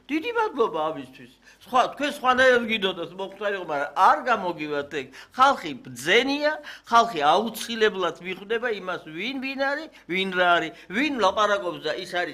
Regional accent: Dusheti, Mtskheta-Mtianeti, Georgia; ჩემი ბავშვობა დუშეთში, რა თქმა უნდა, დავიბადე ჩემს სახლში

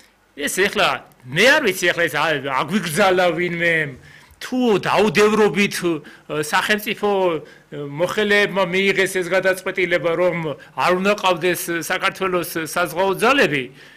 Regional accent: Western Georgia, Georgia; მე თვითონ დასავლეთიდან ვარ

